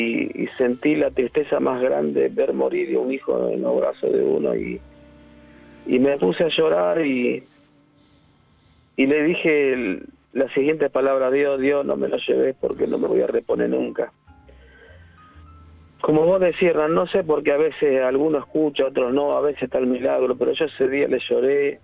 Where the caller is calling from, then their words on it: Guernica, Buenos Aires Province, Argentina; Tengo 56 años. Hace unos 25 años, yo soy de Guernica.